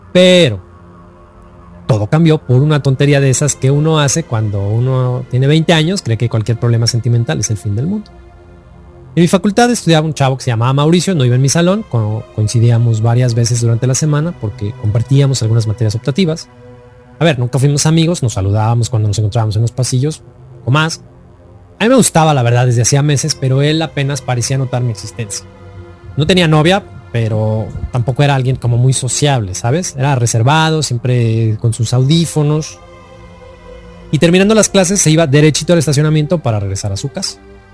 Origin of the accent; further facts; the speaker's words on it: Monterrey, Nuevo León, Mexico; Hola, yo soy de Monterrey, Nuevo León.